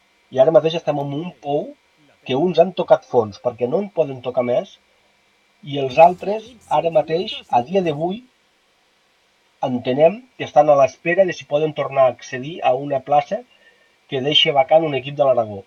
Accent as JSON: {"language": "Catalan", "town": "Vinaixa", "region": "Catalonia", "country": "Spain", "said": "O sigui, jo sóc de Lleida, sóc de Vinaixa, m'agrada anar a veure el futbol al camp d'esports"}